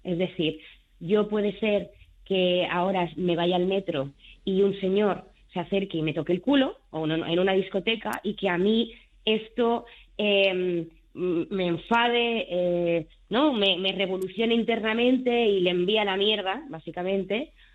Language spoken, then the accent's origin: Spanish; Barcelona, Catalonia, Spain; yo soy de Barcelona y me tuve que ir a Madrid